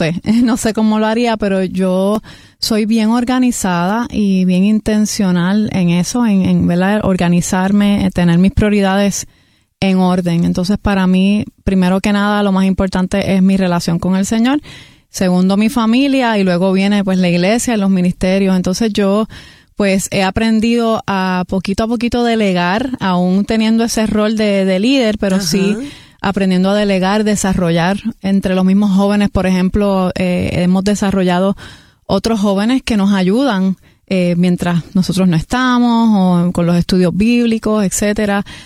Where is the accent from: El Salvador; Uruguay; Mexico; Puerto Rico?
Puerto Rico; now in Orlando, United States; Soy de aquí de Puerto Rico, nacida y criada aquí, pero en este momento resido con mi familia en Orlando, Florida.